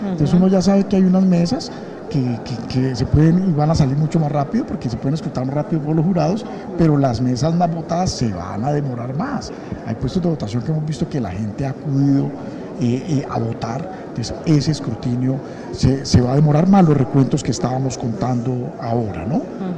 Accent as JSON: {"language": "Spanish", "country": "Colombia", "said": "Eso es lo que somos los colombianos, somos demócratas"}